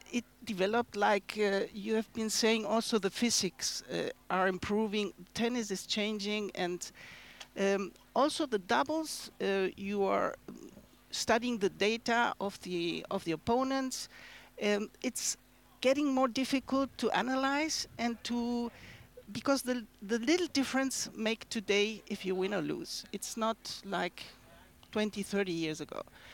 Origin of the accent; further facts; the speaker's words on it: Uruguay; English is a second language; Yes, it's South American. I'm coming from Uruguay